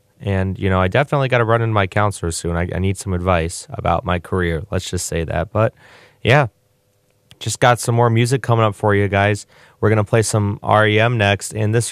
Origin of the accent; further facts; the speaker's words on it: Joliet, Illinois, United States; right here in Joliet, Illinois, my hometown, the place where I've lived my whole life.